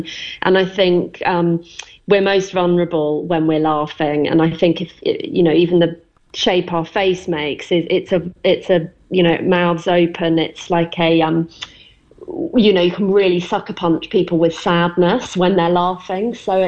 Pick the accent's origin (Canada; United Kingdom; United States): United Kingdom; Stratford-upon-Avon, West Midlands; moved away; I grew up in Stratford-on-Avon, where Shakespeare was born